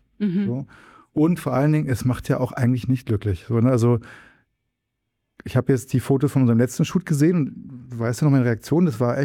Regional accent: Berlin, Germany; Ich bin irgendwo in meinem Ende der 30er. Noch. Ich wohne in Berlin, ich komme aus Berlin.

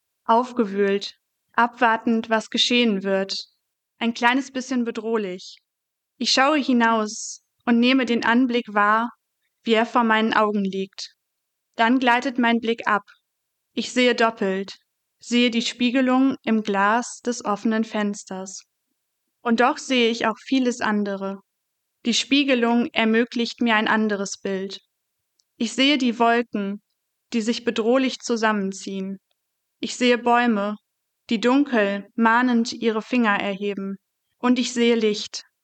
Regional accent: Essen, North Rhine-Westphalia, Germany; Ich komme aus Essen und bin 20 Jahre alt.

